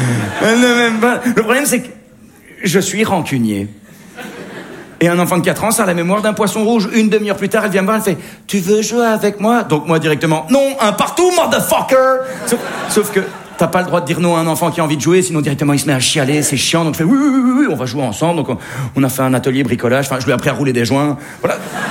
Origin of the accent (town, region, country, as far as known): Belgium